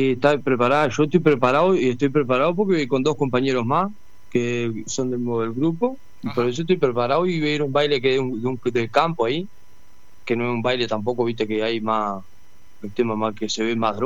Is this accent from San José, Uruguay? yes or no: yes; San José, Uruguay; now in Nueva Helvecia, Uruguay; tengo 33 años, soy coordinador del grupo de Alcohólico Anónimo acá de Nueva Alvesia, soy de San José, vengo, de allá de San José. Estoy trabajando acá en Nueva Alvesia